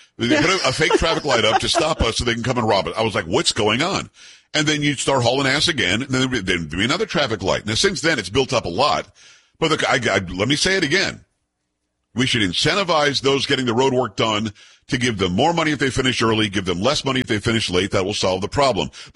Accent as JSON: {"language": "English", "region": "Florida", "country": "United States", "tie": "born or raised there", "also_born_or_lived": "New York"}